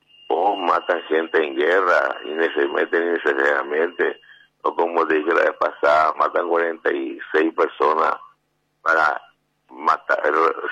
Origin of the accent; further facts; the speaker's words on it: Paraguay; nosotros que somos los paraguayos